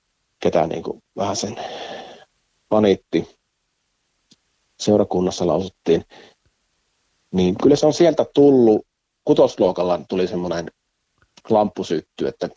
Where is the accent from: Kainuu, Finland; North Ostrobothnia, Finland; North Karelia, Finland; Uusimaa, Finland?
North Karelia, Finland; Joensuu; moved away as an adult; now in Ähtäri, Finland; Joo, no Joensuusta olen kotoisin, että Joensuun poikia.